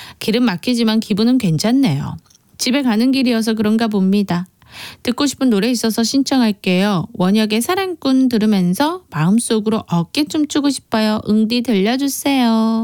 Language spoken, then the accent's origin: Korean; Gimhae, South Gyeongsang, South Korea; 김해 장유 익숙하지요. 제가 또 김해 출신이잖아요.